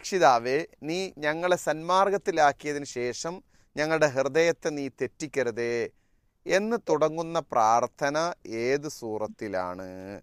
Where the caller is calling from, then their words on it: Mankada, Kerala, India; മംഗട കൂട്ടുന്നാണ് വിളിക്കുന്നത്.